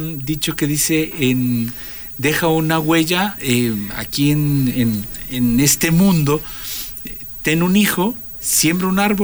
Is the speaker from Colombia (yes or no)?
no; Ecuador; Para nosotros la minga, como ecuatorianos